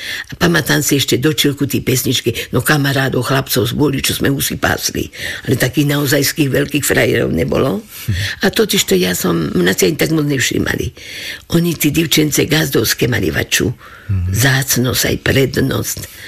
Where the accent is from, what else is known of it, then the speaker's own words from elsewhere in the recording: Radošina, Nitra Region, Slovakia; Ja som nebola obyčajná, naša Radošina nebola obyčajná dedina.